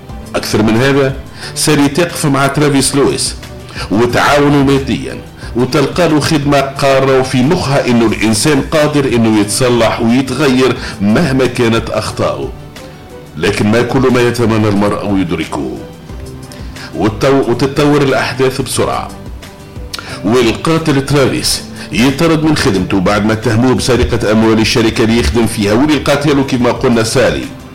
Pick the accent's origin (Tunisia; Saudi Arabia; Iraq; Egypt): Tunisia; accent: Tunisian; هذيك هي لهجتنا تونس